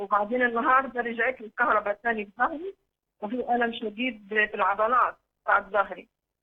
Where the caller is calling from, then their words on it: Sohag Governorate, Egypt; انا بنت الرب من سوهاج.